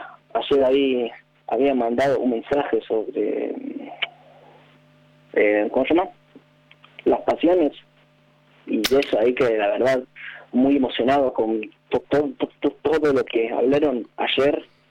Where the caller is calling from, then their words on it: Mar del Plata, Buenos Aires Province, Argentina; de Mar del Plata.